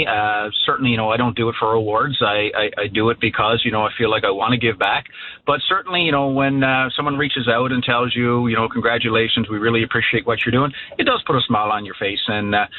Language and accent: English; Tollengate, Newfoundland and Labrador, Canada; growing up in a small town and in Tollengate, giving back to my hometown and the people there that I grew up with and know so well.